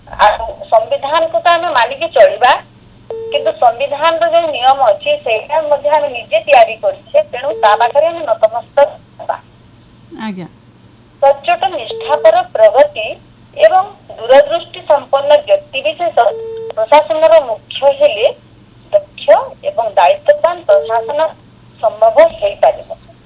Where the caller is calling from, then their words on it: Sundargarh, Odisha, India; ମୁଁ ସୁନ୍ଦରଗଡ଼ରୁ